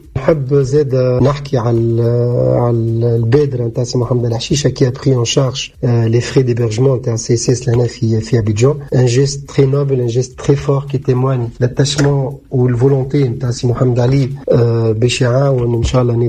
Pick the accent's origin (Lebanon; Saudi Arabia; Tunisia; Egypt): Tunisia; Sfax, Sfax Governorate; now in Abidjan, Côte d'Ivoire; اللي انا صفاقسي